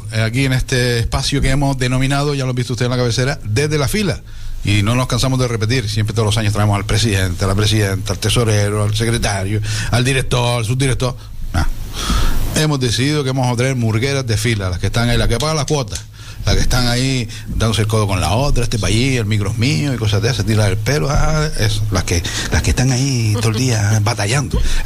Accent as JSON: {"language": "Spanish", "town": "Carrizal", "region": "Canary Islands", "country": "Spain", "said": "yo le digo a mi madre, no, ustedes los de Ingenio, yo soy de Carrizal, no soy de Ingenio"}